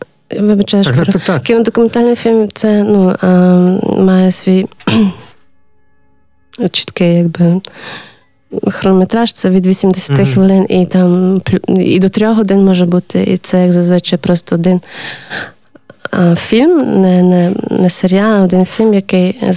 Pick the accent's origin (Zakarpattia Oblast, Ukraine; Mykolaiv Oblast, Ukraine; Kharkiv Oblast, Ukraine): Zakarpattia Oblast, Ukraine; я з Закарпаття